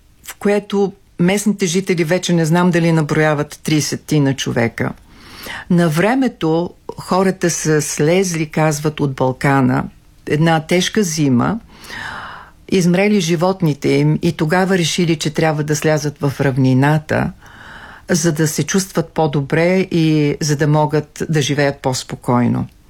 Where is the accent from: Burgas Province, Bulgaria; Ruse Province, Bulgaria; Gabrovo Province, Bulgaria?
Ruse Province, Bulgaria; Tabachka; Връщате ме към нещо, в което остава душата ми. Това е родното ми място.